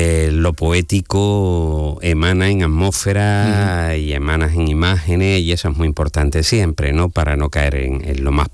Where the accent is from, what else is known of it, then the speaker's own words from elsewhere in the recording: Jerez de la Frontera, Andalusia, Spain; cuando yo iba con mi padre en el barrio de San Miguel, que yo soy del barrio de San Miguel, a un bar muy pequeño y los domingos llegaba tío Borrico, tío Gregorio el Borrico de Jerez